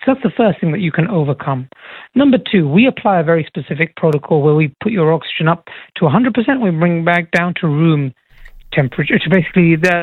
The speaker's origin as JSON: {"language": "English", "region": "England", "country": "United Kingdom", "said": "So I'm from England, so right. naturally part of me will support England."}